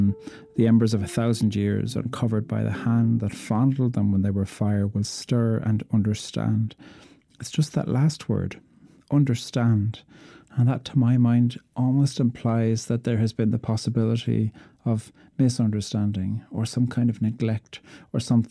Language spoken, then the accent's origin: English; Ireland; I'm an Irish poet.